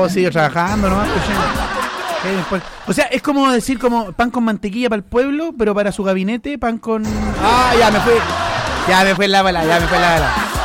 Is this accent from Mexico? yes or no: no; Chile; es que somos raros los chilenos